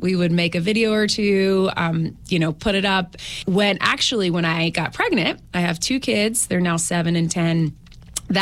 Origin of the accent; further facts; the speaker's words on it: Marion, Virginia, United States; now in Los Angeles, United States; I'm from Marion, born and raised.